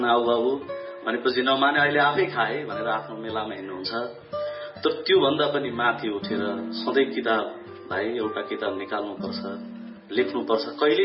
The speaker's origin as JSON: {"language": "Nepali", "region": "Gandaki Province", "country": "Nepal", "tie": "born or raised there", "said": "मेरो थकाइ त्यही गाउँको थकाइ हो जहाँ एकापट्टिबाट चेपे बग्छ त्यो चेपे मेरोतिर आएन आएको भए अझै त्यो हरियाली हुन्थ्यो होला दरौदी बगेको ठाउँमा एउटा डाँडो बसिदियो"}